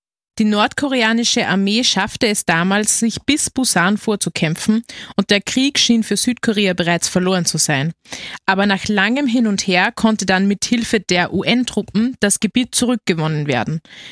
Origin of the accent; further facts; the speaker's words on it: Austria; Wir hätten eigentlich gesagt, wir sind aus Österreich, keine Kangaroos.